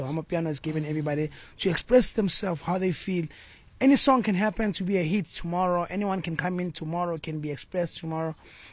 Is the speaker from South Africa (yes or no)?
yes; Tembisa, Gauteng, South Africa; No, I'm from Tembisa, born and bred 1632, Eguruleni.